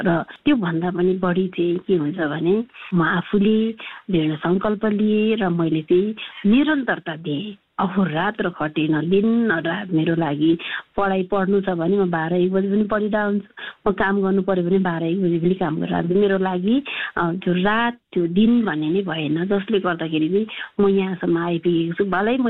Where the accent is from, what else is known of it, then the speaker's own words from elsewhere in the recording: Gundu, Bagmati, Nepal; born there; म जन्मेको चाहिँ भक्तपुरको गुन्डु, अहिले जहाँ फेमस नै छ गुन्डु भन्ने ठाउँ।